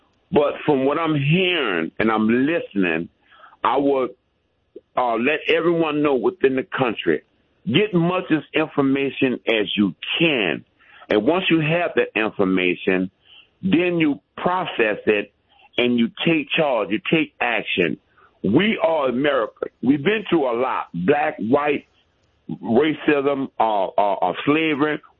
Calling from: Louisiana, United States; I'm from Louisiana. I'm calling. I'm vision impaired, totally blind.

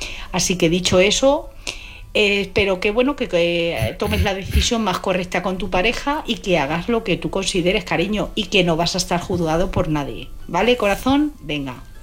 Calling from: Madrid, Community of Madrid, Spain; de Madrid.

